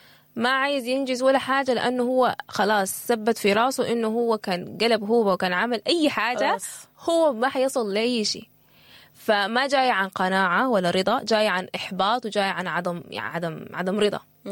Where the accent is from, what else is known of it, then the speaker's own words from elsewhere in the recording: Sudan; انا سوداني